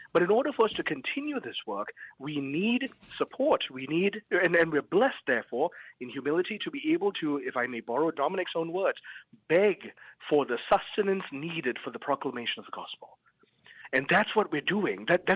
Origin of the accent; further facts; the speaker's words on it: Kuala Lumpur, Federal Territory of Kuala Lumpur, Malaysia; English is a second language; I'm from Kuala Lumpur, Malaysia. I shouldn't be Catholic right now.